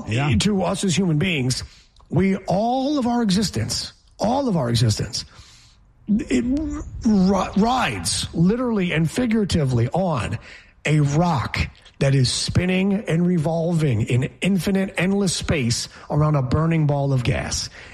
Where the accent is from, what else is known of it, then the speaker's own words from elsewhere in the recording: New York, United States; Hey, I'm a New Yorker. You forget. I'm from the Empire State.